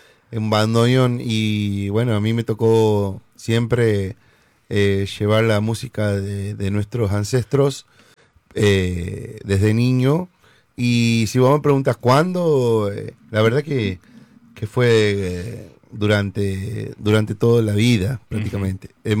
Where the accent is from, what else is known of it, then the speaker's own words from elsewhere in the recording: Santiago del Estero, Argentina; moved away as an adult; now in Cosquín, Argentina; somos nosotros Santiago del Estero y vivimos en Cosquín.